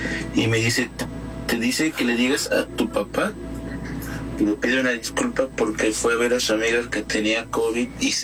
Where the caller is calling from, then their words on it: Toluca, State of Mexico, Mexico; De aquí de Toluca